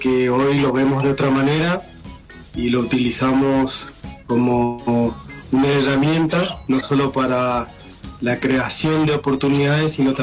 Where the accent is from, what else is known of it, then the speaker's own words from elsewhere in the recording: Argentina; de lo que somos como argentinos.